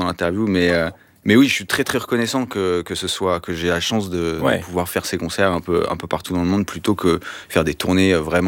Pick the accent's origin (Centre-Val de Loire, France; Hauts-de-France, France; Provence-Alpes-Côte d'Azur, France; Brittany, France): Centre-Val de Loire, France; Vouvray; J'ai grandi à Tours dans un village qui s'appelle Vouvray, qui est à côté